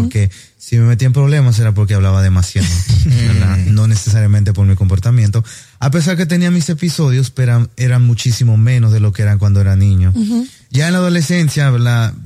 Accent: Acapulco, Guerrero, Mexico; Yo soy de México, originario de Acapulco. Entonces, si han visto alguna... telenovela, ¿verdad? Aquellos curiosos. Yo soy de ahí.

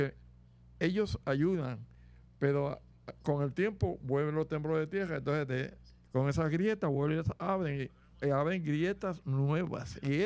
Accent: Trujillo Alto, Puerto Rico; Trujillo Alto, mi pueblo querido

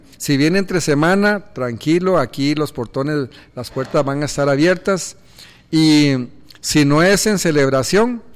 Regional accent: Aserrí, San José, Costa Rica; Desde la tierra de Acerrí le decía a Richard, mi tierra, ¿verdad?

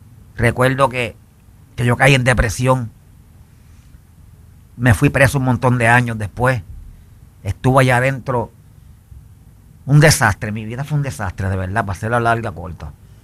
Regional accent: Puerto Rico; born there; moved away as an adult; also born or lived in Newark, New Jersey, United States

